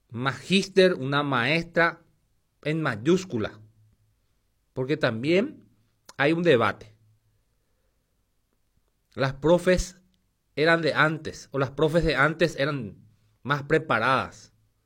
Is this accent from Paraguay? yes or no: yes; Paraguay; Yo estoy contento en mi país.